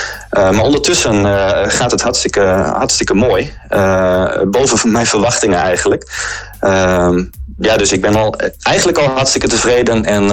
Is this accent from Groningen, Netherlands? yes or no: yes; Veendam, Groningen, Netherlands; Maar ik ben zelf ook opgegroeid in Veendam.